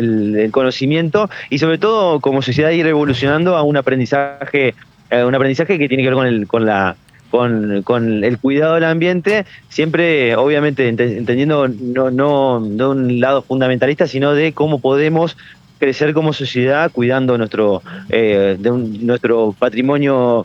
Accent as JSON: {"language": "Spanish", "town": "Paraná", "region": "Entre Ríos", "country": "Argentina", "tie": "born or raised there", "said": "quienes crecimos en Paraná en los 90"}